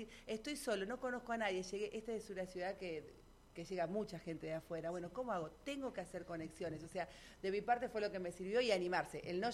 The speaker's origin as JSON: {"language": "Spanish", "town": "Necochea", "region": "Buenos Aires Province", "country": "Argentina", "moved": "yes", "said": "yo soy de Necochea, provincia de Buenos Aires"}